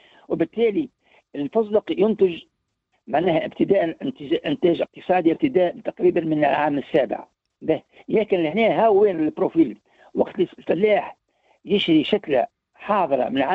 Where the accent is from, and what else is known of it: Tunisia